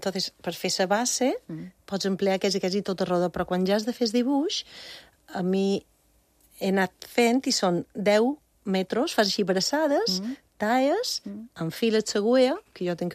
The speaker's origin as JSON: {"language": "Catalan", "town": "Bunyola", "region": "Balearic Islands", "country": "Spain"}